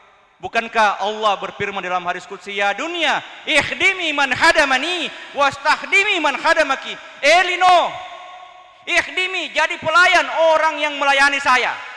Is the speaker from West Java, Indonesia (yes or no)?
no; South Sulawesi, Indonesia; also born or lived in Egypt; Tapi saya ini orang Bugis, saya ini orang Mandar, saya orang Makassar. Karena darah saya di tiga suku ini